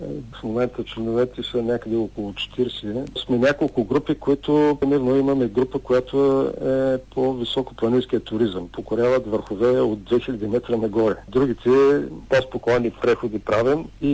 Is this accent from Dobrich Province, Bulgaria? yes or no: no; Plovdiv, Plovdiv Province, Bulgaria; moved away as an adult; now in Bratsigovo, Bulgaria; Аз съм от Пловдив, между другото. Но от 20 години сме в Брацигово със съпругата ми и обичаме планината, природата, и затова се заселихме тук